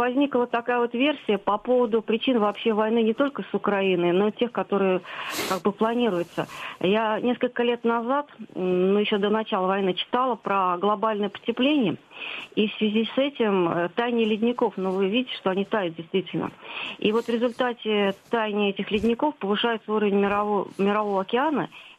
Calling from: Saratov, Saratov Oblast, Russia; я из Саратова.

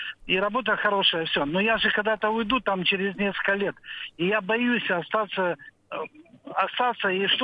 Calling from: Saint Petersburg, Russia; Я звоню из Санкт-Петербурга.

